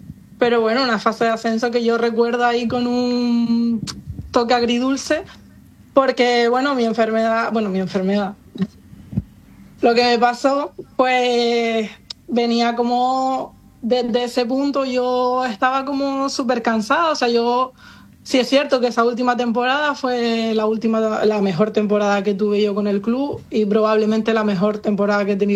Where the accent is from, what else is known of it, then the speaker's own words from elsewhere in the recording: Lanzarote, Canary Islands, Spain; Lanzarote, pero y demás.